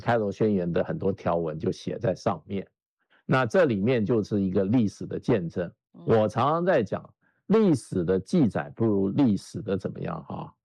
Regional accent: Taiwan; 我们从小在台湾呢，每年都会播的

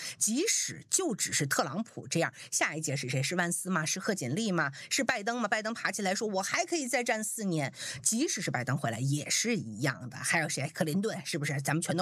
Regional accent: Tianjin, China; 跟我们天津话叫做话话巴巴

